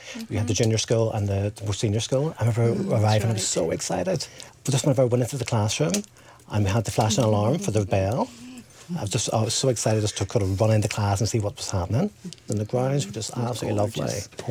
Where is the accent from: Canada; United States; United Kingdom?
United Kingdom; Belfast, Northern Ireland; And I am from South Belfast.